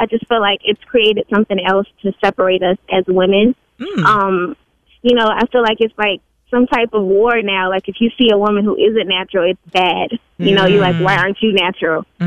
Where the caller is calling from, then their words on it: Chicago, Illinois, United States; Chicago, Illinois.